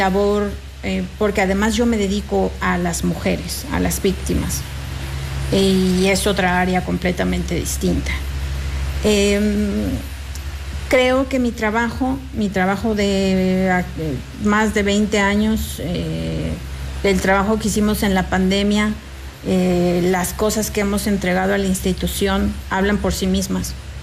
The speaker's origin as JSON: {"language": "Spanish", "region": "San Luis Potosí", "country": "Mexico", "said": "Pero soy una ciudadana, soy potosina y tengo mucha preocupación porque este no es el San Luis que yo quiero para la familia, para mi familia, para los futuros potosinos"}